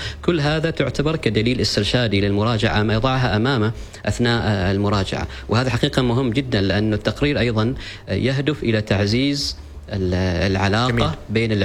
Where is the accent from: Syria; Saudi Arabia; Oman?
Oman